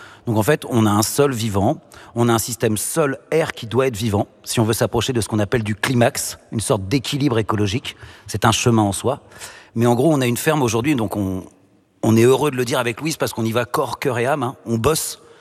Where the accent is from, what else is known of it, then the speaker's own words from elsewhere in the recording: Normandy, France; on est dans l'Eure. Mais j'ai grandi entre le Pays de Caux et le plateau du Roumois, exactement là où on s'en trouve.